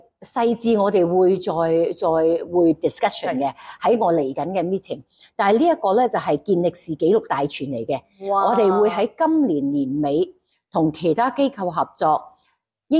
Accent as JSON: {"language": "Cantonese", "town": "Hangzhou", "region": "Zhejiang", "country": "China", "tie": "born or raised there", "said": "咁我覺得杭州咧，其實係一個好多年青人。好多 motivation， 好多活力嘅城市，亦都系我嘅乡下。"}